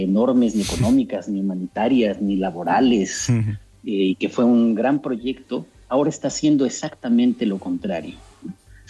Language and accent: Spanish; Mexico; aunque yo soy mexicano, aunque también es español, el imaginario que tengo más cerca es el de la frontera de México con Estados Unidos.